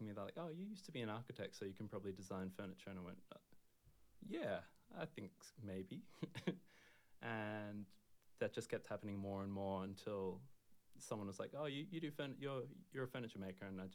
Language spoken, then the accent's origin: English; Singapore; also born or lived in Australia; So it was definitely growing up in Singapore as well, just being exposed to all of Southeast Asia and all the culture.